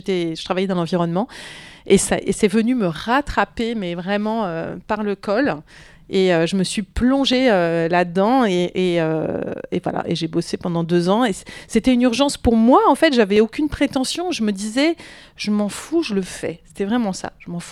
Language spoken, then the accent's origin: French; France; moved away as an adult; also born or lived in Quebec, Canada; je suis au Québec depuis quelques mois. Je m'installe avec ma famille. Je lis beaucoup sur les autochtones, ce qui est un archétype des Français au Québec et ce qui fait de nous l'objet de grosses moqueries